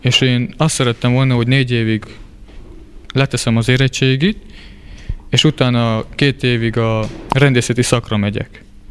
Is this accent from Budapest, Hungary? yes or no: no; Szikszó, Borsod-Abaúj-Zemplén, Hungary; Szikszóról jöttem, 18 éves leszek